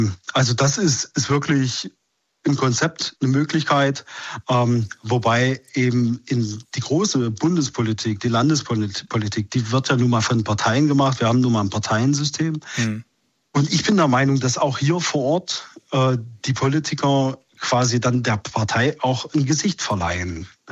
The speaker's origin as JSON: {"language": "German", "town": "Querfurt", "region": "Saxony-Anhalt", "country": "Germany", "said": "Ich komme aus Querfurt, da sitzt ein Schnellroder, Götz Kubitschek."}